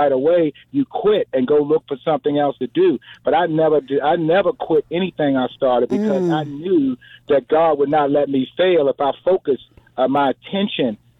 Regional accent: Baltimore, Maryland, United States; moved away as an adult; now in Washington, D.C. area, United States; I grew up in Cherry Hill in Baltimore, Maryland. I went in Navy, played ball for the Navy, made all Navy. I got stationed in D.C., and I stayed in the D.C. area.

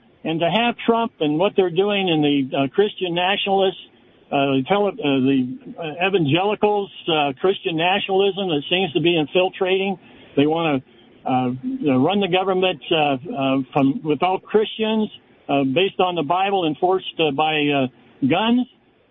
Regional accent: Idaho, United States; I'm a veteran, and I was born and raised in Idaho. And I'm a Republican

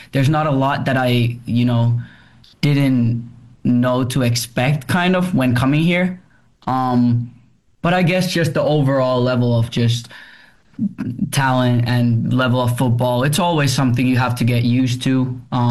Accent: Tampere, Pirkanmaa, Finland; And then I played all throughout, I think, U17 in Tampere, which is my hometown team, Tampere Saints.

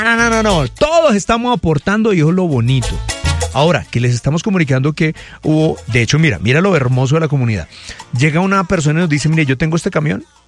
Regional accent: Granada, Meta, Colombia; Yo que creí nunca iba a ser profeta en mi tierra, pero mira, mira. Ya con una persona que me oiga en Granada, ya triunfé.

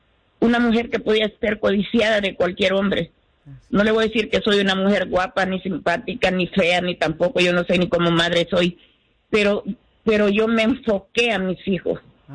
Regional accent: El Salvador; moved away; Yo me vine buscando los dólares. Yo me vine por la guerra que había en El Salvador.

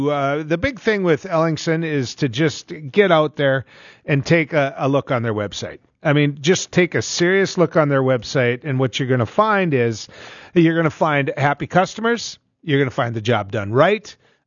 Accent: Hankinson, North Dakota, United States; this town is twice as big as you know, my hometown.

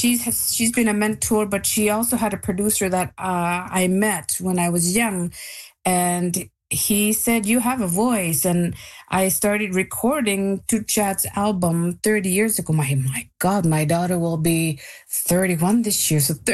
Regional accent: Resolute Bay, Nunavut, Canada; also born or lived in Ottawa; I'm from Canada's second most northern community in Resolute Bay. And Resolute Bay is very far from Ottawa, where I went to school.

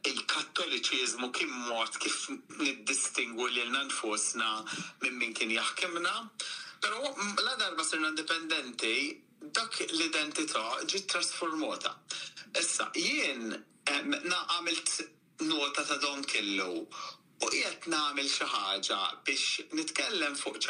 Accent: Rabat, Gozo, Malta; Jien mir-Rabat għawdex, ġifrina l-ġenituri tiegħi it-tnejn mir-Rabat u anke n-nanniet

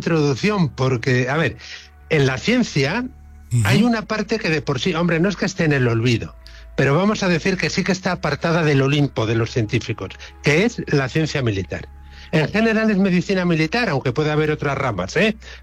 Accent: Spain; porque somos españoles y los españoles tratamos así a nuestros placeres

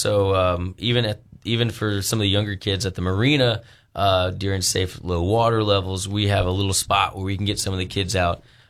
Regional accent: Arkansas, United States; moved away as an adult; also born or lived in Colorado; I came back home from Arkansas.

